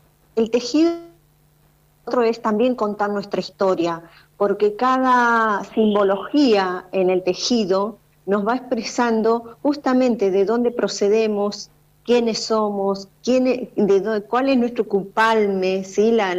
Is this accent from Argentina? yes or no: yes; Argentina; somos de Carmen de Patagones y de Viedma. Es una agrupación mapuche